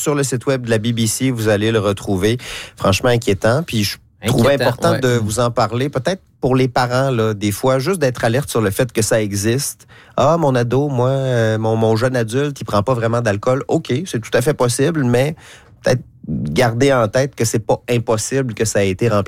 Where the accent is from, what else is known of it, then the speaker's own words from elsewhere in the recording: Quebec, Canada; chez nous, au Québec, au Canada.